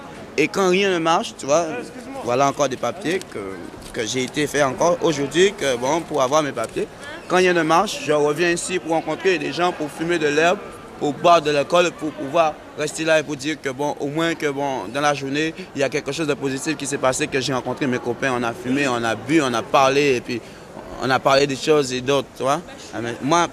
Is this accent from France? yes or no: yes; France